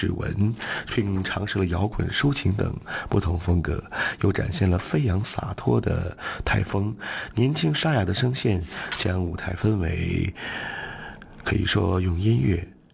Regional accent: Qiqihar, Heilongjiang, China; 这也是从我们的家乡，从我们的齐齐哈尔走出去的歌手啊

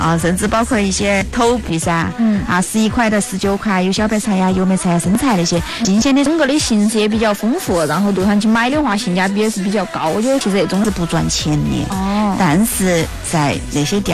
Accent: Chongqing, China; 也符合我们重庆人的口味

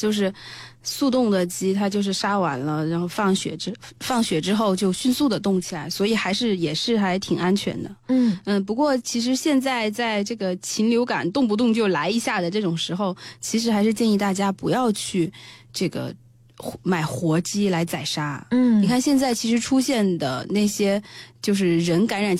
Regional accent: southern China, China; 像我们也是南方人爱吃白斩鸡

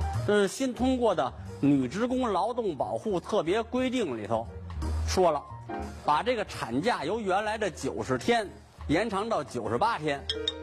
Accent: China

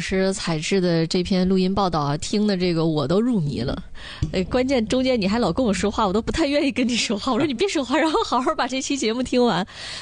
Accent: Dalian, Liaoning, China; 这也是对于我们大连人来讲，

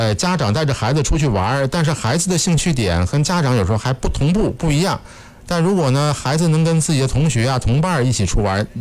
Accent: Yingkou, Liaoning, China; born there; 包括咱们家乡营口啊

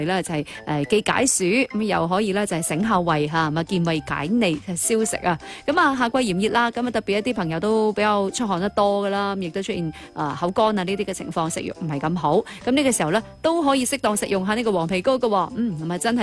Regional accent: Guangdong, China; 我哋老广

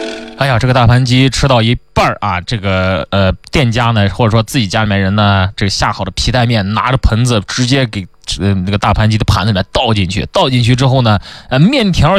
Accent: Xinjiang, China; 这毕竟咱们新疆有一个城市沙湾啊

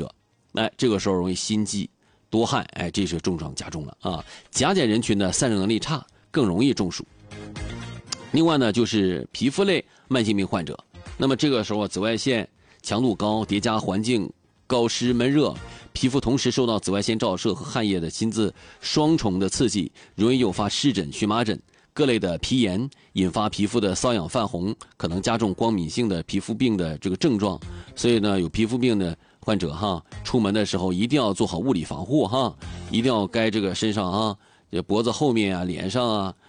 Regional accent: Dalian, Liaoning, China; 能够展现我们大连人精神风貌的一场演出啊。

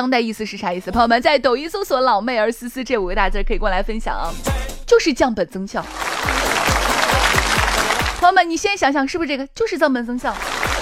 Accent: Shaanxi, China; 用我们陕西话翻译啊

